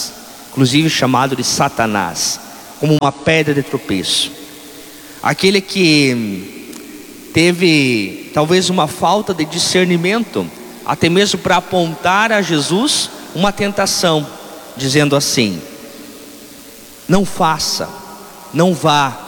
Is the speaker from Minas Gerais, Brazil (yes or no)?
no; Santa Catarina, Brazil; Eu venho de longe, venho de Santa Catarina, primeira vez que estou visitando essa cidade e também essa igreja aqui.